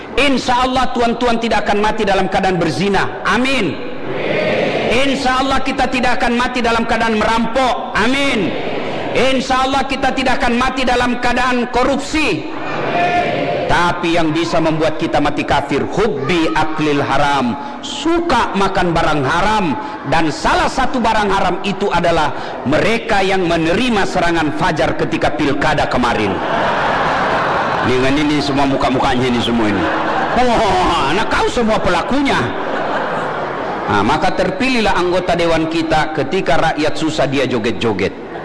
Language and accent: Indonesian; South Sulawesi, Indonesia; Kalau kami orang Bugis tidak ada takut sama istri